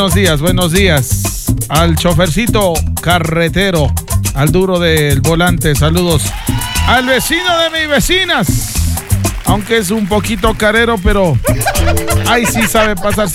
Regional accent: Imbabura, Ecuador; Nuestra provincia de Imbaburas, bien fiestera, bien sanjuanera.

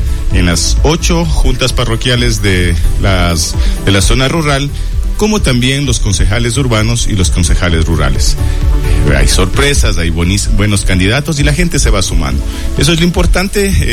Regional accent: Quiroga, Imbabura, Ecuador; Cuando me preguntaban de dónde eres, decía de Quiroga, y ¿dónde es eso? Entonces tenía en la mente que tengo que posicionar a mi parroquia.

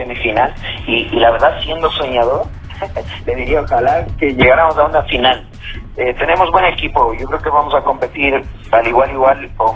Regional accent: Otavalo, Imbabura, Ecuador; also born or lived in Ibarra, Ecuador; Yo nací en Ibarra, pero toda mi vida he vivido acá en San Rafael, en Otavalo.

